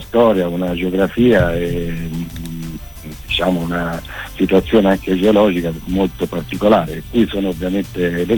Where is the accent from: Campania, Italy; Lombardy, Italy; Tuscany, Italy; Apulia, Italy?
Tuscany, Italy; Montepulciano; la Val di Chiana, che poi è la mia terra, partendo dal mio paese, che si chiama Acquaviva, che è nel comune di Montepulciano